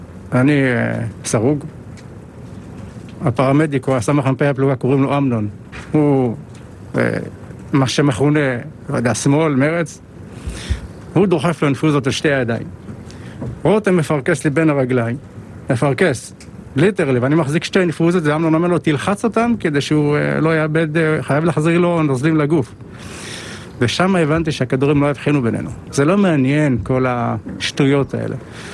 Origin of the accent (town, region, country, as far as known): Gedera, Central District, Israel; born or raised there